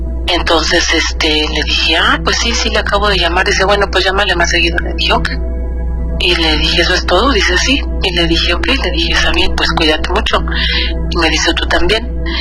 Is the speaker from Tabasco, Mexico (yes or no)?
no; Guerrero, Mexico; now in California, United States; Estoy en California, pero soy de Guerrero.